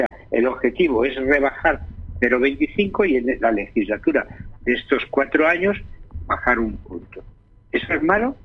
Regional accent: Catalonia, Spain; siendo un catalán, nacido en Cataluña y gustándole Cataluña y queriendo a Cataluña...

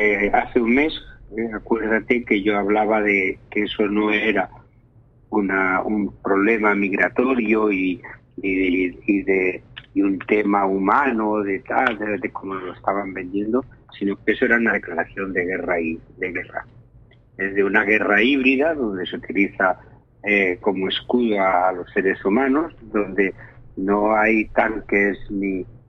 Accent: Roquetas de Mar, Andalusia, Spain; la de Roquetas, que es mi pueblo.

